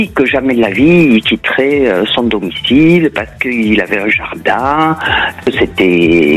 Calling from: Occitanie, France; Des Pyrénées-Orientales

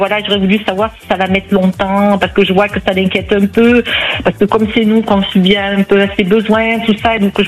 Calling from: Brive-la-Gaillarde, Nouvelle-Aquitaine, France; Alors, de la Corrèze, Brive, en Corrèze.

